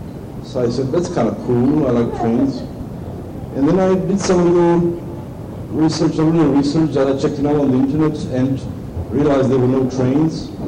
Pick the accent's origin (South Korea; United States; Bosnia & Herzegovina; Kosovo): Bosnia & Herzegovina; moved away; also born or lived in Slovenia; I come from Europe, from Slovenia, actually originally from Bosnia